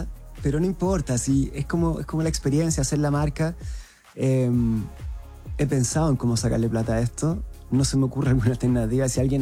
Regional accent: Curicó, Maule, Chile; now in Santiago, Chile; en el colegio cuando era chico en Curicó.

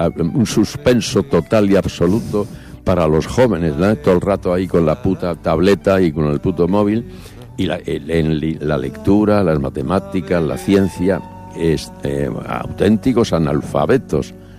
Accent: Chinchón, Community of Madrid, Spain; yo soy de Chinchón, o sea, un pueblo muy cerca del mío

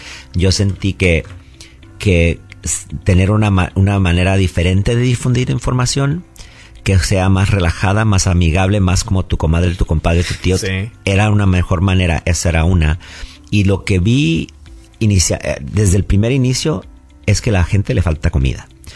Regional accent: Mexico; Acuérdate que venimos de un país hermoso, como yo soy mexicano, donde sobrevivir es muy importante.

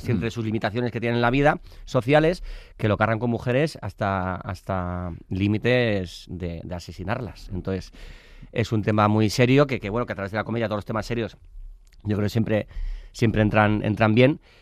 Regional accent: Basque Country, Spain; Y yo soy muy friolero. Soy vasco, sí, todo el mundo, todos los rodajes, ¡ay, qué frío! Pero si eres vasco, si eres del norte, que soy tan vasco como friolero

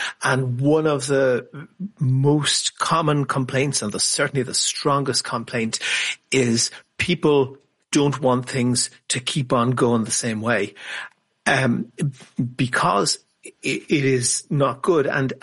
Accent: Ireland; And as an Irish person, I have to go back.

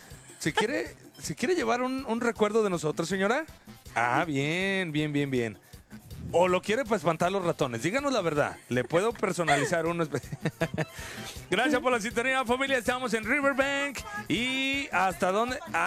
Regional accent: Morelia, Michoacán, Mexico; moved away; ¡De Morelia también, Betty! Morelia nos ahora sí que Morelia nos vio crecer

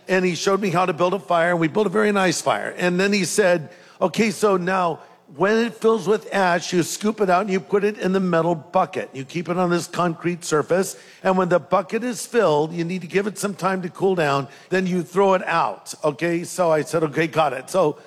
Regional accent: California, United States; Well, listen, I'm from California, okay? So I said, honestly, I hate to admit this. I don't know how to build a fire.

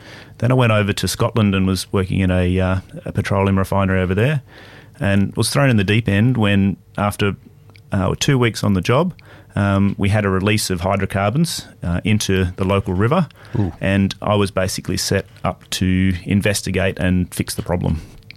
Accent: Pierce's Creek, New South Wales, Australia; Yeah, I was born and raised in Pierce's Creek, which is just up the hills.

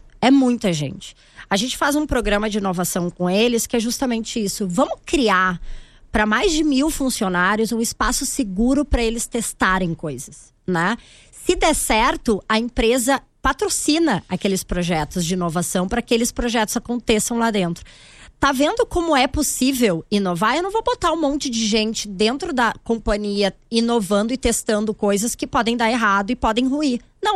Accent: Rio Grande do Sul, Brazil; Eu sou gaúcha, né, como todos puderam perceber pelo meu sotaque.

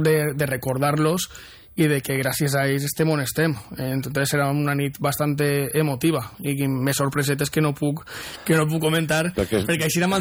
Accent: Alfondeguilla, Valencian Community, Spain; Jo, per exemple, soc d'Alfondeguilla

